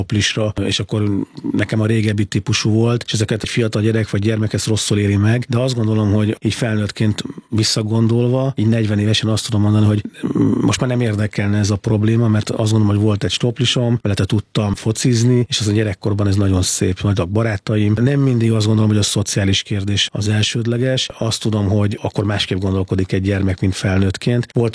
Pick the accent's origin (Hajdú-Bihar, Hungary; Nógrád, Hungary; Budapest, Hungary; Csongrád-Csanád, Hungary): Budapest, Hungary; én már Budapesten születtem, 5. a 7 gyermekből, és a nővérem született Szikszón, mindenki más Budapesten született, de a szüleink borsodiak.